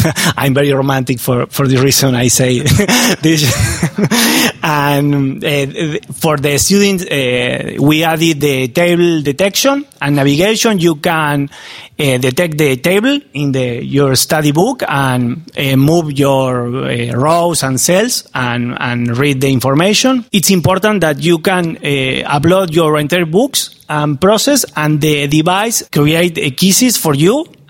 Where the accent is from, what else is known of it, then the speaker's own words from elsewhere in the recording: Argentina; English is a second language; I'm from Argentina. I'm sorry for my English. It's very, very bad.